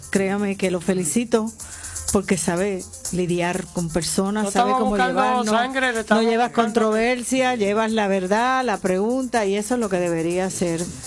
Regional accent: Aguada, Puerto Rico; Yo mi vida es Aguada. Yo amo ese pueblo. Viví ahí, crecí, tuve necesidad. Vengo de un caserío.

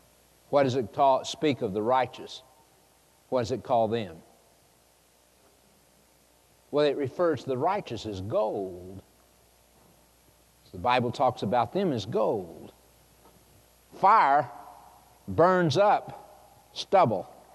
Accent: Oklahoma, United States; I grew up in Oklahoma. The western part of Oklahoma has huge, huge wheat fields.

